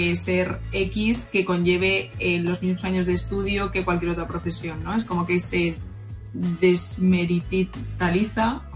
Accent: Madrid, Community of Madrid, Spain; also born or lived in Connecticut, United States; es una chica, voy a hacer ahora 23, ahora en mayo, en un par de semanas, de Madrid. Es verdad que no nací en Nueva York, nací en Connecticut, que es el estado de al lado, por una casualidad. Mis padres estaban allí trabajando y me tuvieron allí.

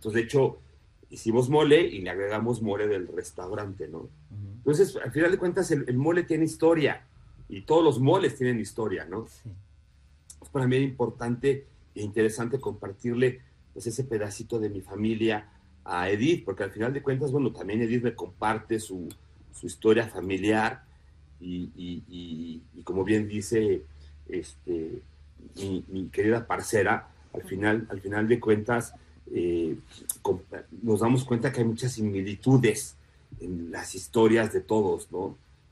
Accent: Mexico; yo siempre he dicho que el mole es el plato que nos da identidad como mexicano

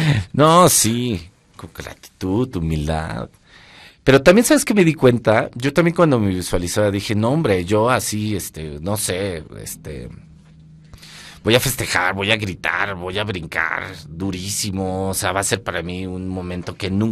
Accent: Mexico; aquí, de aquí soy. Aunque no sé nada de vino, ¿no? Como muchos mexicanos hoy día y en ese momento, ¿no?

